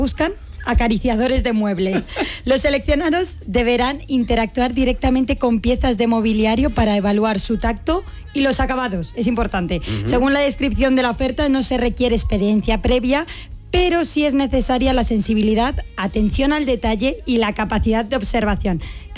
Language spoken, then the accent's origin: Spanish; Ambite, Community of Madrid, Spain; No, está aquí en Madrid. Ah. Mi pueblo es Ambite.